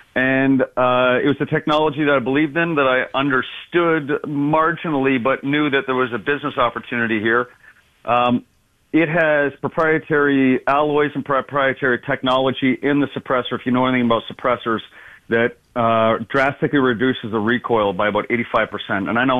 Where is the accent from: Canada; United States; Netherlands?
Canada; your boy as a Canadian who grew up without guns